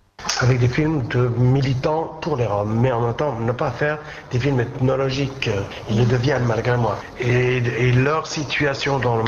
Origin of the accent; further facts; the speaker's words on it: France; Moi, mon rôle là-dessus, c'est que, évidemment, je suis français, j'habite en France, et la France, c'est mon pays.